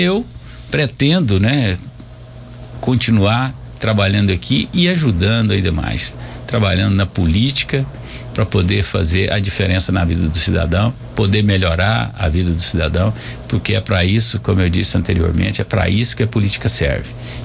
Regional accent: Anápolis, Goiás, Brazil; born there; Eu lembro quando eu era garoto, eventualmente, eu vinha lá do Campo Limpo

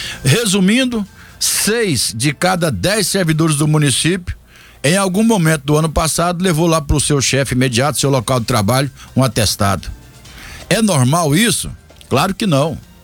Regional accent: Brazil; e eu falo isso aqui porque eu sou brasileiro.

